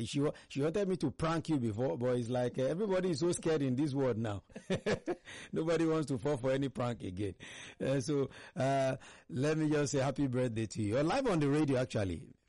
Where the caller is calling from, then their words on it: Nigeria; Yes, I'm calling you from Nigeria.